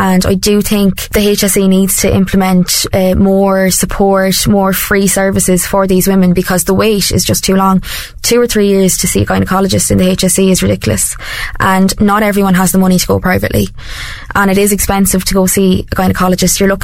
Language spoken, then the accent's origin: English; Portlaoise, County Laois, Ireland; I am from Port Leash in County Leash.